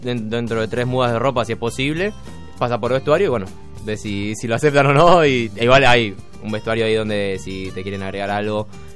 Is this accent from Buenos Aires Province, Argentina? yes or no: yes; Wilde, Buenos Aires Province, Argentina; yo soy de Wilde, y hasta que llegaba a mi casa ya me iba a perder el programa.